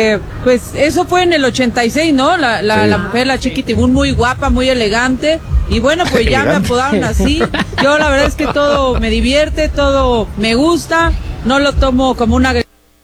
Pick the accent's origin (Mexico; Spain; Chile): Mexico; de pues así somos los mexicanos, nos reímos de todo y yo me río de todo.